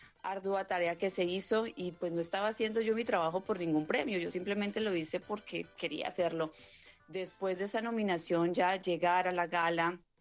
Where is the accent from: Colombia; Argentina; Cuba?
Colombia; como colombianos yo hablo en mi país cuando me corresponda, en mi ciudad